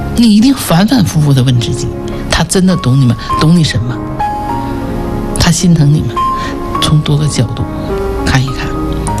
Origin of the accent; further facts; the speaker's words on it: Jinzhou, Liaoning, China; accent: Northeastern (Dongbei); 我们东北人叫割了瓣哈，锦州人哈